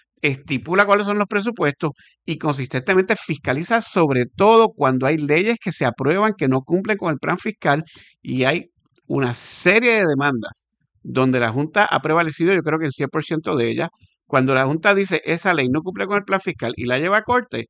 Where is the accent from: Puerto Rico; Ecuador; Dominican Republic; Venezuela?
Puerto Rico; Yo como puertorriqueño